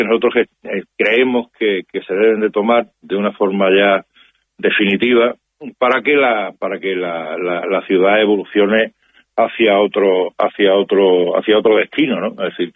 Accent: Spain; exigir nuestros derechos como ciudadanos españoles y europeos que somos, aunque estemos viviendo en África, pero somos europeos de pleno derecho, ¿eh?

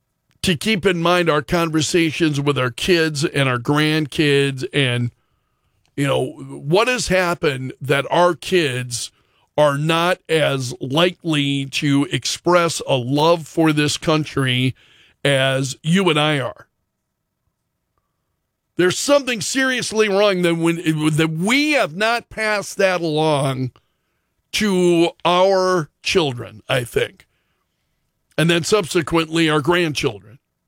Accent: Sioux Falls, South Dakota, United States; born there; I was at the old Hayward Elementary School in Sioux Falls during America's bicentennial.

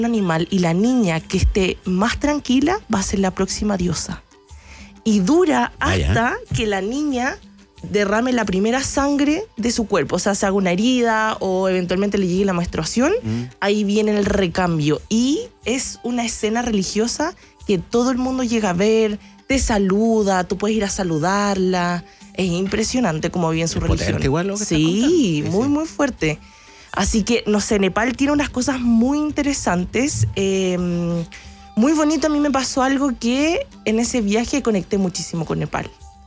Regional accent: Santiago, Santiago Metropolitan Region, Chile; yo conozco la cordillera, vengo de Santiago de Chile

